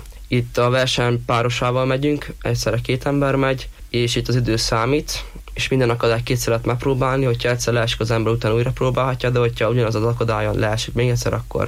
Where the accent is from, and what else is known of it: Hungary